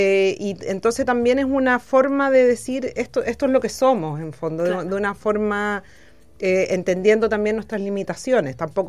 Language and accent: Spanish; Concepción, Biobío, Chile; now in Valparaíso, Chile; yo soy de Concepción